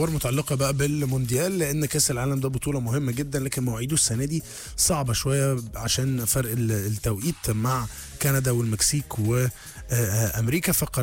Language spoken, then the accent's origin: Arabic; Egypt; عندنا في مصر